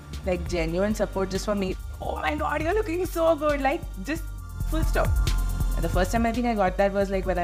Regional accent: Mumbai, Maharashtra, India; from Mumbai, India.

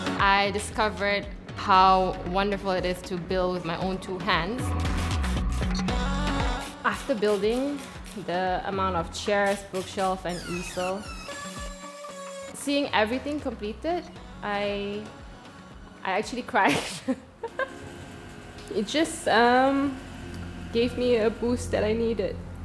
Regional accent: Kuala Lumpur, Malaysia; I am from Kuala Lumpur, Malaysia, and I am a carpenter and entrepreneur.

